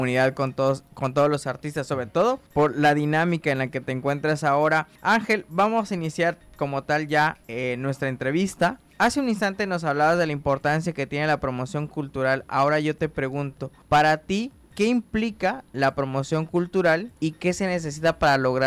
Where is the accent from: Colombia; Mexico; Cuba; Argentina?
Mexico; Chiapas; now in Tabasco, Mexico; yo soy del norte de Chiapas